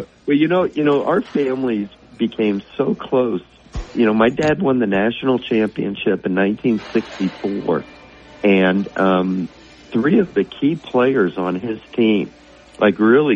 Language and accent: English; Miami, Florida, United States; when I grew up in Miami, we had a batting cage in our backyard.